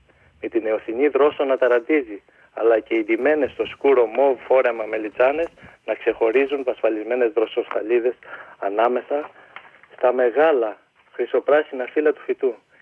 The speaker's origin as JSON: {"language": "Greek", "country": "Greece", "tie": "born or raised there", "moved": "yes", "said": "από τα άγραφα από την πατρίδα μου"}